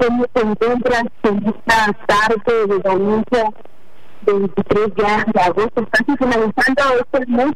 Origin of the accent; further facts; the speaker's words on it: Oaxaca, Mexico; accent: Triqui Alta (San Antonio Chicahuaxtla variant); first language Triqui; Spanish is a second language; compartiendo algo en mi idioma materna triqui alta. Cabe mencionar que es variante de la comunidad de San Antonio Chicahuatla